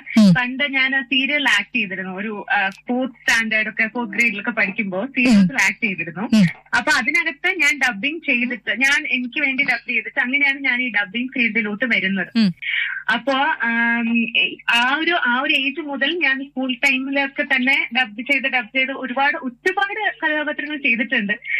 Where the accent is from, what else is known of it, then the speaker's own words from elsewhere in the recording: Thiruvananthapuram, Kerala, India; എന്റെ നാട് ട്രിവാൻഡ്രം ആണ്, ഹസ്ബൻഡിന്റെ നാട് പന്തളമാണ്.